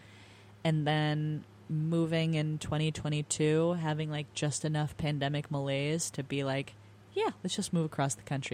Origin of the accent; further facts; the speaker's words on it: California, United States; moved away as an adult; also born or lived in San Francisco Bay Area; now in New York, United States; I'm Californian to my core.